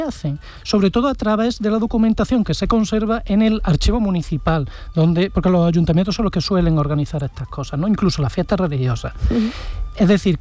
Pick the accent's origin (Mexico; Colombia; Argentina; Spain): Spain; Cádiz, Andalusia; yo soy de Cádiz